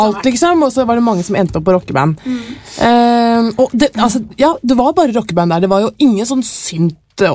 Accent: Tønsberg, Vestfold, Norway; jeg kommer fra Tønsberg

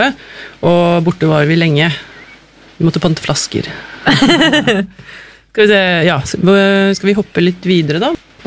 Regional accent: Vestfold og Telemark, Norway; born or raised there

